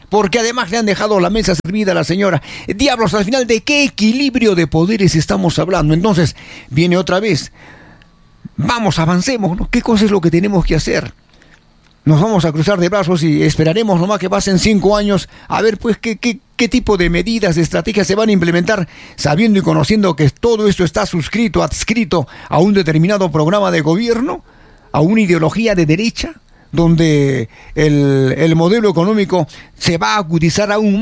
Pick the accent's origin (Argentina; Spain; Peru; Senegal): Peru; Eso somos pues los peruanos.